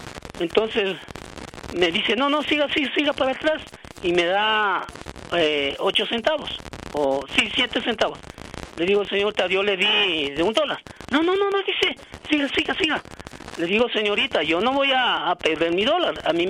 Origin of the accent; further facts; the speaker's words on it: Quito, Pichincha, Ecuador; yo muy amablemente, educadamente, como somos los quiteños, yo le pedí el cambio.